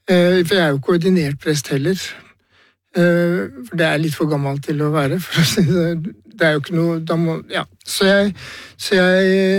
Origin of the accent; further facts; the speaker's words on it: Lofoten, Nordland, Norway; moved away as an adult; jeg vokste opp i Lofoten